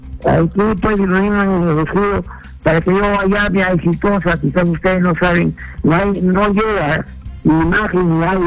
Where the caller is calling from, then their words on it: Talara, Piura, Peru; Talara, sí, la ciudad de Talara.